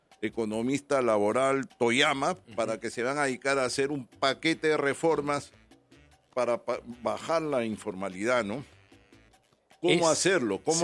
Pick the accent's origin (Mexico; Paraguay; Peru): Peru; No somos tan racistas en el Perú, según la encuesta, como los mexicanos.